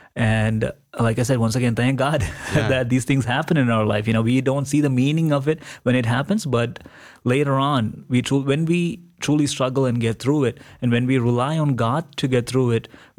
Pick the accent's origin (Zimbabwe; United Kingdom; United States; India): India; Kerala; growing up in India, growing up in Kerala always brings a smile to my face when I think about it